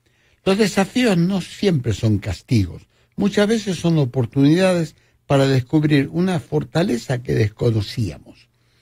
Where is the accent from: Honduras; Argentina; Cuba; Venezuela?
Argentina; Por supuesto, como argentino, me encantaría que sea Argentina